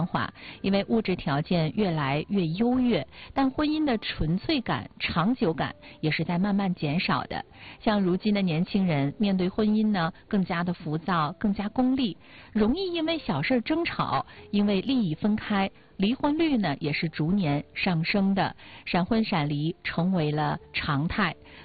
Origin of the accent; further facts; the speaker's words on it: China; 传承我们中国人最质朴的婚恋温柔。